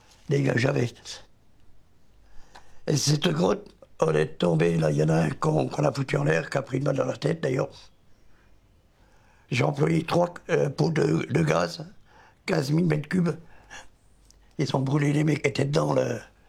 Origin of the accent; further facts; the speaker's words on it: Belfort, Bourgogne-Franche-Comté, France; born there; Je suis né à Belfort. Je suis issu d'une famille de militaires.